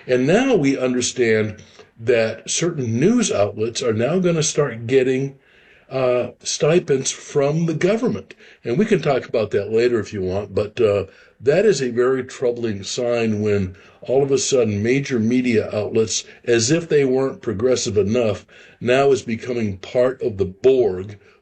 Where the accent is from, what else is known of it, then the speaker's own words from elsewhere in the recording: California, United States; I'm from California